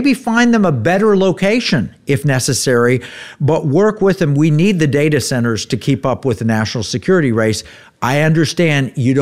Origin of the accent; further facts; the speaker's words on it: Tulsa, Oklahoma, United States; which, by the way, was one we grew up with in Tulsa.